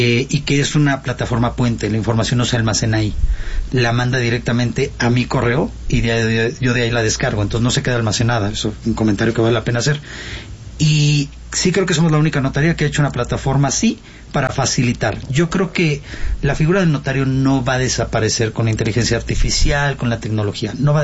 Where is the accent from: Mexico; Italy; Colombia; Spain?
Mexico; porque como buenos mexicanos, dejamos todo al final